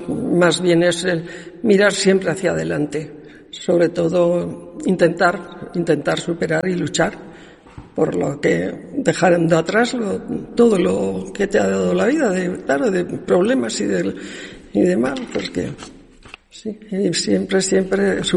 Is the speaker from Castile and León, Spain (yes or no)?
yes; El Barco de Ávila, Castile and León, Spain; Soy del Barco de Ávila